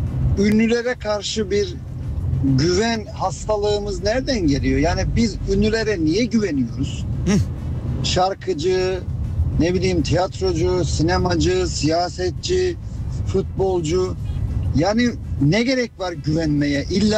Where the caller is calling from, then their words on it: Istanbul, Turkey; ben Kartal'dan.